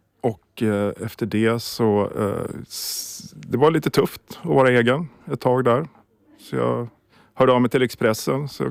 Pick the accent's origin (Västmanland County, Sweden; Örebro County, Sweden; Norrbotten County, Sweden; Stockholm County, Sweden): Västmanland County, Sweden; Sala; also born or lived in Västerås; Jag är född och uppvuxen i Sala. Sen har jag bott i Västerås.